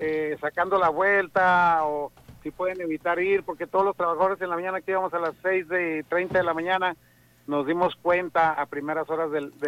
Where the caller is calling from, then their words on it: Nogales, Sonora, Mexico; tratar de apoyar la seguridad de mi pueblo de Nogales.